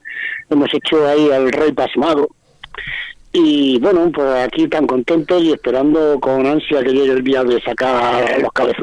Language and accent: Spanish; Caravaca de la Cruz, Region of Murcia, Spain; En Caravaca, que es de donde yo vengo